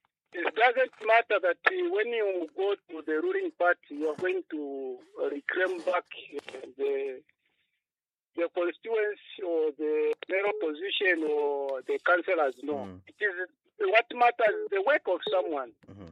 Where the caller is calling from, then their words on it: Livingstone, Southern Province, Zambia; from the tourist capital city of Livingstone.